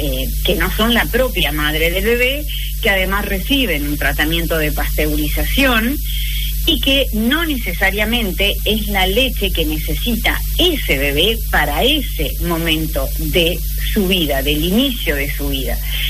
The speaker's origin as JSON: {"language": "Spanish", "country": "Uruguay", "said": "nuestros niños uruguayos"}